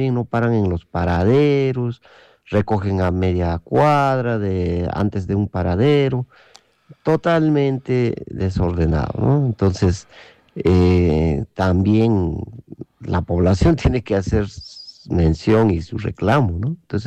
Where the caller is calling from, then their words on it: Cerro Colorado, Arequipa, Peru; Le llamo desde Cerro Colorado.